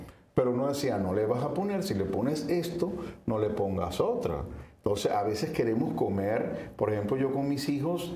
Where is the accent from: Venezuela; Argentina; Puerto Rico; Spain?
Venezuela; soy venezolano, como todos saben, comíamos la arepa